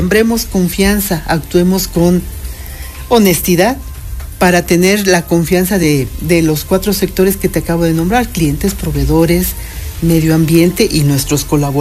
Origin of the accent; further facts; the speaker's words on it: Mexico; Como mexicanos somos somos una chulada y somos bien entrones